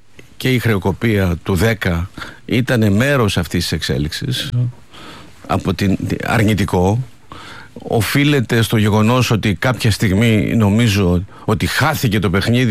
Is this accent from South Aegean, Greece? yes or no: no; Epirus, Greece; moved away; εμείς είμαστε παιδιά από φτωχές οικογένειες, που φύγαμε από την Ήπεθρο, μορφωθήκαμε, εξελιχθήκαμε